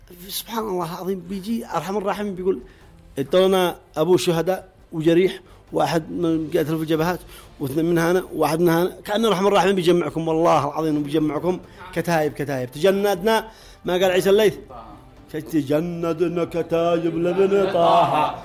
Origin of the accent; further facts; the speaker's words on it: Sanaa, Amanat Al Asimah, Yemen; اللي عندنا بصنعاء